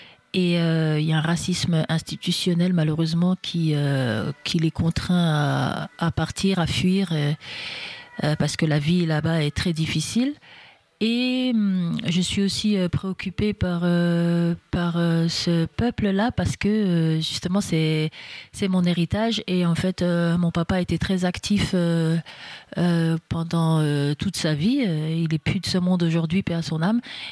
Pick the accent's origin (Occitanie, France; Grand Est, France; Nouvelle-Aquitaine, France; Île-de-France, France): Grand Est, France; Remiremont; Alors, bonjour … je suis née à Remiremont, donc je suis une fille des Vosges, hein, et … ce qui montre bien qui je suis en gros, c'est-à-dire que mes parents viennent d'Afrique